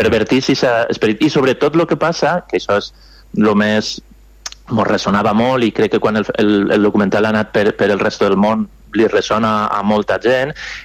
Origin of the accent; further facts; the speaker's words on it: Valencia, Valencian Community, Spain; nosaltres que som de València